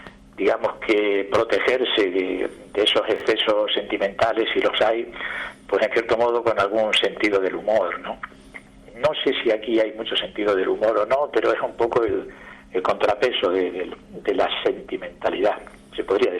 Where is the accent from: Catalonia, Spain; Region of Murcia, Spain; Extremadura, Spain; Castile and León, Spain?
Extremadura, Spain; born there; also born or lived in Madrid; now in Plasencia, Spain; los pueblos de alrededor, de donde yo nací